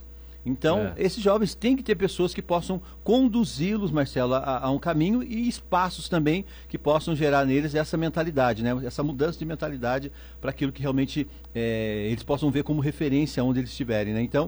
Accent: Pindamonhangaba, São Paulo, Brazil; nasci lá no Campo Alegre, bairros, né, conheço todo mundo

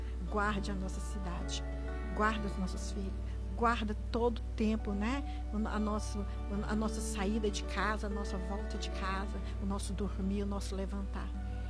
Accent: Bahia, Brazil; now in Pindamonhangaba, Brazil; Eu oro muito pela minha cidade, Pindamonhangaba. Eu amo Pindamonhangaba, sou baiana, tá? Mas eu amo Pindamonhangaba.

